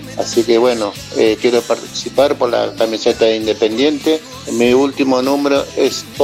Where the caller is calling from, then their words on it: Lanús, Buenos Aires Province, Argentina; de Lanús Oeste.